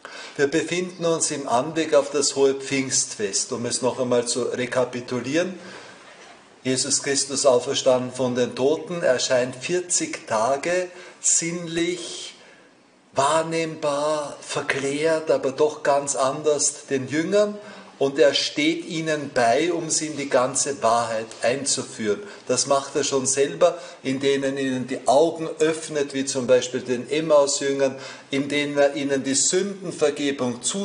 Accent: Austria; Bei uns in Österreich und ich glaube auch in Bayern und in anderen Ländern ein staatlicher Feiertag.

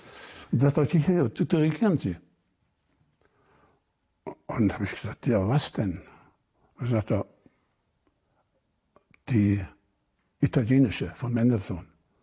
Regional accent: Germany; Ich sagte, ich bin Deutscher.

